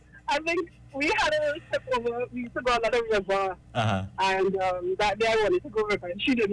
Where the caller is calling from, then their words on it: Arima, Trinidad & Tobago; I'm calling you from Rima area.